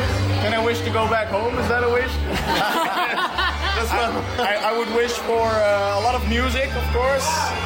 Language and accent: English; Amsterdam, North Holland, Netherlands; We're from Amsterdam